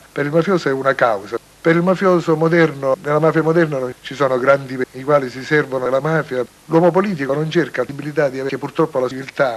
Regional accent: Sicily, Italy; disse sicilianamente una cosa molto bella che io da siciliano non condivido ma che amo

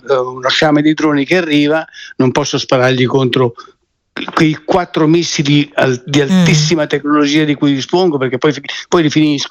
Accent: Lombardy, Italy; also born or lived in Como; io nasco a Como, sono cresciuto nel Varesotto

